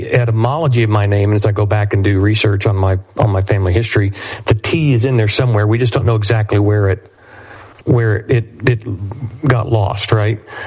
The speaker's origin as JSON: {"language": "English", "town": "Waco", "region": "Texas", "country": "United States", "tie": "born or raised there", "said": "Born and raised in Waco, Texas."}